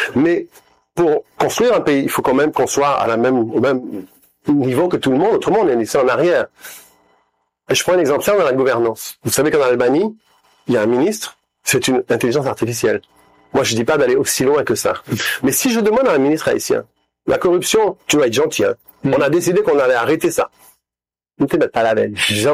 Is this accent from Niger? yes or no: no; Haiti; C'est dur ce que je dis, mais je parle pour moi, je suis haïtien.